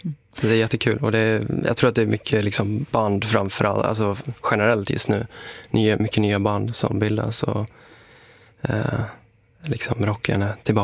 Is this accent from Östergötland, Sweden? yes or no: no; Borlänge, Dalarna County, Sweden; Jag växte upp i Kvarnsveden.